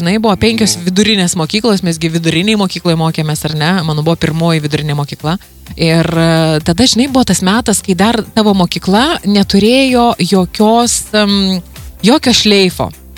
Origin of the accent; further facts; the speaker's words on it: Panevėžys, Panevėžys County, Lithuania; gimtajame mieste Panevėžyje